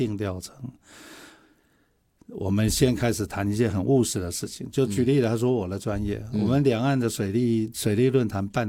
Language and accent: Chinese; Taiwan